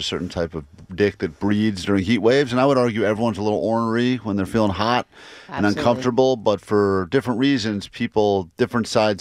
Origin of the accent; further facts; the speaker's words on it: East Coast, United States; moved away; I grew up in humidity on the East Coast